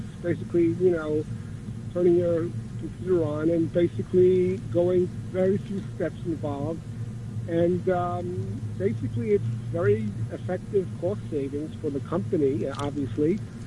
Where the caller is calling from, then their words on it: New York, United States; from Manhattan.